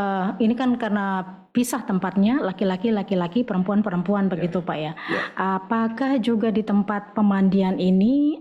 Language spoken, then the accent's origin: Indonesian; West Nusa Tenggara, Indonesia; Saya orang Sasak Lombok